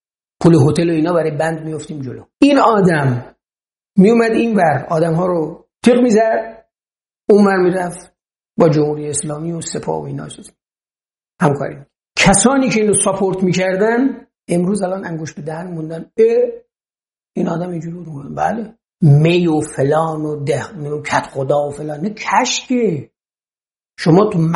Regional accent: Gilan, Iran; بچه گیلانم

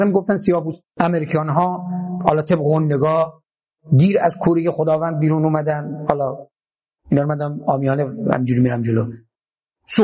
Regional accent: Iran; اینکه من در ایران به دنیا اومدم افتخار نیست به معنی، اما اینکه من ایرانی بودن خودم رو، سنت خودم رو، هویت خودم رو که دیگه تصادفی نیست حفظ بکنم، این افتخاره

